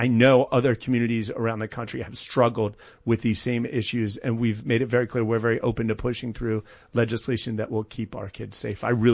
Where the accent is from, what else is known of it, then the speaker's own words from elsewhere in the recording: Delaware, United States; I hope as a Delawarean